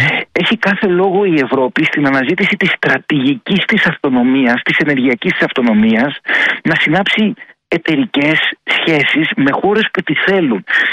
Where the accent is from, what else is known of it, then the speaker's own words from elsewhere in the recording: Greece; εμείς ως Ευρωπαίοι, αλλά και ως Έλληνες, έχουμε ζήσει στο πετσί μας